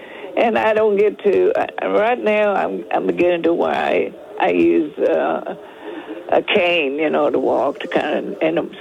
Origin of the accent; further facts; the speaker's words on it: Freiburg, Texas, United States; born there; I was born out in Freiburg, Texas. That's out in the country. And we didn't have a car until I was about 9 years old.